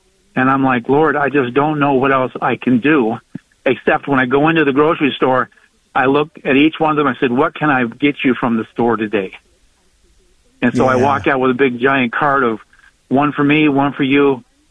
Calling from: Florence, South Carolina, United States; I'm calling from Florence, South Carolina, EWTN 130.

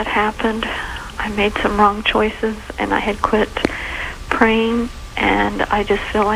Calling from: Kansas, United States

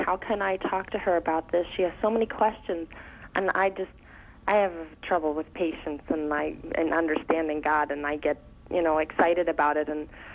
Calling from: Lincoln, Nebraska, United States; I'm from Lincoln, Nebraska.

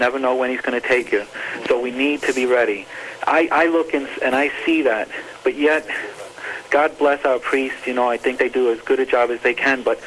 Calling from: Rockaway, New Jersey, United States

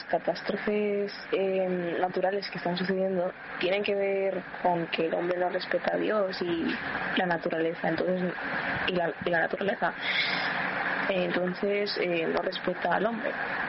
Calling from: Dominican Republic; de República Dominicana.

